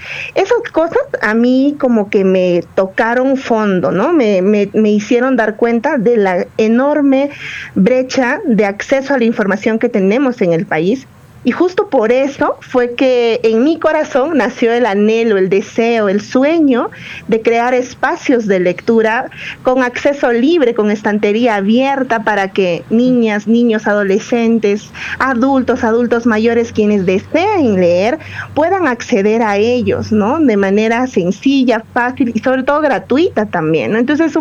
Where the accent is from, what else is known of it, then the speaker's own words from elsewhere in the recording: Peru; born there; also born or lived in Lima; recién cuando fui a Lima a estudiar para la universidad